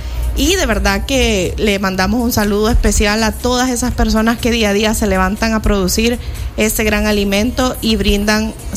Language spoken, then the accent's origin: Spanish; El Salvador; porque realmente como salvadoreños tenemos que vivir con huevos.